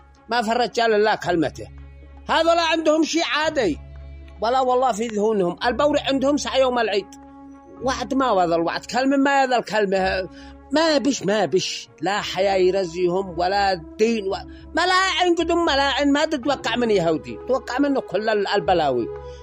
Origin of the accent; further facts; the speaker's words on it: Yemen; احنا كشعب يمني حاضرين جاهزين مستعدين